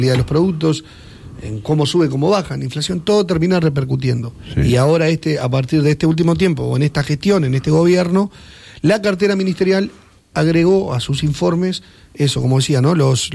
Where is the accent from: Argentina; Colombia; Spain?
Spain; Basque Country; Bueno, yo soy vasco, ¿no?